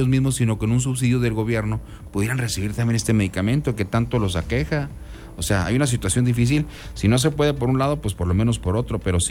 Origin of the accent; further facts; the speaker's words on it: Mexico; Es el derecho que tenemos como mexicanos